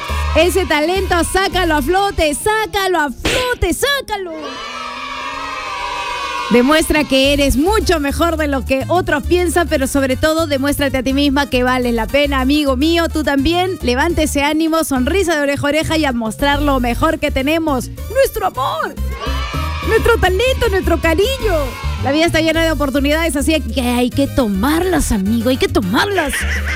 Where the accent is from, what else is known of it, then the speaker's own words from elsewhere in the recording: Peru; Yo soy peruana ya